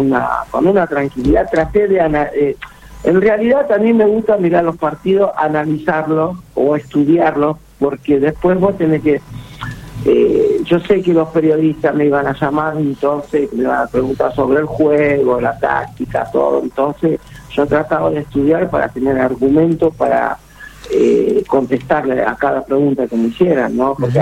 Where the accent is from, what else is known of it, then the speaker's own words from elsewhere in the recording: Cape Verde; moved away; yo cuando salí de Cabo Verde, yo sabía que nunca iba a ver a Cabo Verde jugando en un torneo tan importante